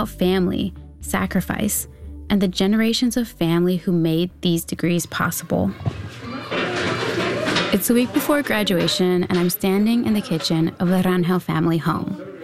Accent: California, United States; I grew up in the Central Valley as well, just a couple hours north. My dad's side of the family came over from Mexico to work in the fields

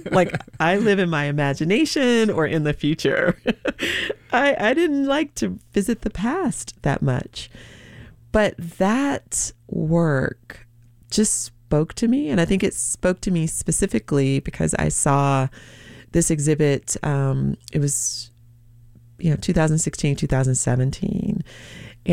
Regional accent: Atlanta, Georgia, United States; I am from Atlanta, Georgia.

